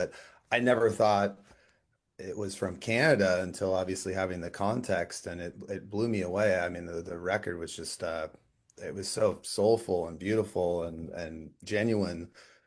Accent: Seattle, Washington, United States; I grew up in, I'm from Seattle, and I like a maybe naive American, or at least a naive Seattleite.

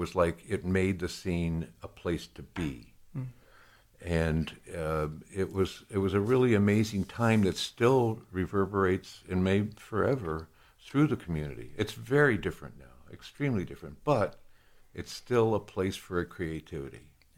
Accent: New York, United States; And she's from, we're both from New York. She's from Syracuse. I'm from upstate and then New York City.

